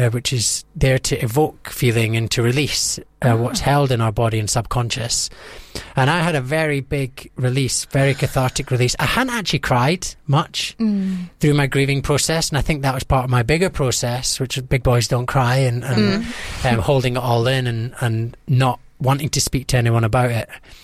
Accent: Scotland, United Kingdom

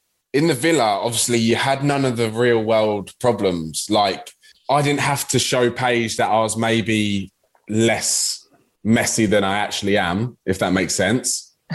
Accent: England, United Kingdom; Especially me being English going up to Scotland as well.

